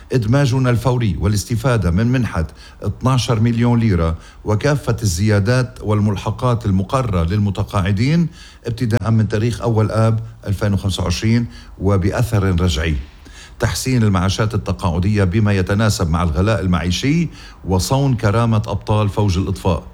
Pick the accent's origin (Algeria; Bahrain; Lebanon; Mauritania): Lebanon; شو هالعيب هيدا بوطننا لبنان؟